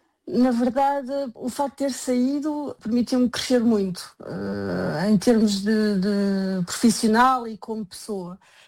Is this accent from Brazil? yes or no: no; Portugal; moved away as an adult; eu saí de Portugal, como disse, em 2009, na altura à procura de oportunidades de desenvolvimento, porque na altura estava a acabar o meu percurso académico e na altura de 2009 dificilmente encontraria tão rapidamente no meu país.